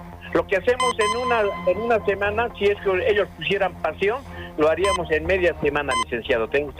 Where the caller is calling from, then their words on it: La Paz, Bolivia; Acá en Lloreta